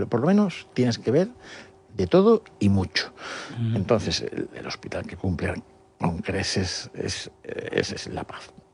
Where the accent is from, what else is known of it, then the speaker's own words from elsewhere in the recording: Canary Islands, Spain; born there; moved away as an adult; also born or lived in Motril / Granada / Madrid; como todo canario que va a estudiar a Madrid, pues muchos de ellos estudian en colegios mayores.